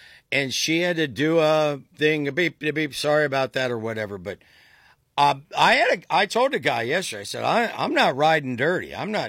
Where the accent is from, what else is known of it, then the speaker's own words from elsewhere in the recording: Tuscarawas County, Ohio, United States; born there; When I was born in Tuscarawas County